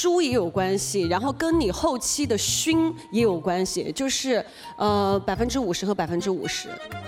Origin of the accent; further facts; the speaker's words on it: Xiangxi, Hunan, China; 我们湘西人